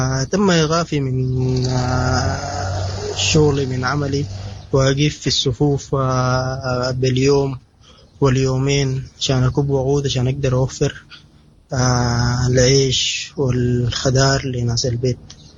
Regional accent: Omdurman, Khartoum, Sudan; أنا مواطن سوداني من محلية أم درمان, أعمل سائق ركشة

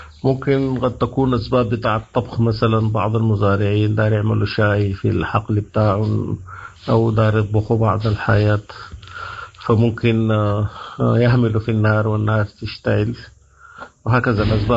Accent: Sudan; عندنا في السودان

